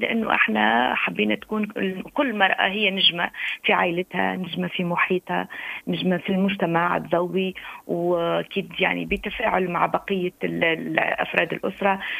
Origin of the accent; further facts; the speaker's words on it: Tunisia; عندنا في تونس